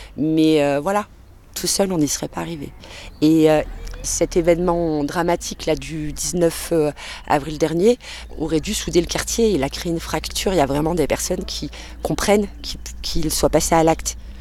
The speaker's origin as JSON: {"language": "French", "town": "Espaly-Saint-Marcel", "region": "Auvergne-Rhône-Alpes", "country": "France", "tie": "born or raised there", "lives_now": "Le Puy-en-Velay, France", "said": "J'ai grandi à Espaly-Saint-Marcel. J'habite maintenant le Puy."}